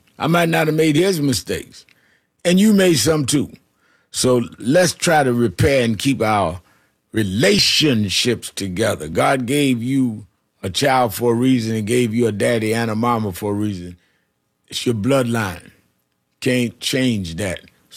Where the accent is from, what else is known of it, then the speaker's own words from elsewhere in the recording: New York City, New York, United States; also born or lived in Brooklyn; when I was born in Brooklyn, my parents owned the house we first lived in. It was a four-family house. Moved to Hollis, Queens, big house.